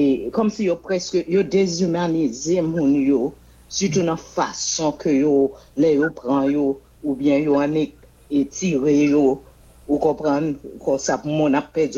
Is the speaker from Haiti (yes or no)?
yes; Haiti; moi-même, en tant qu'haïtien, qu'on est là, je commence à fatiguer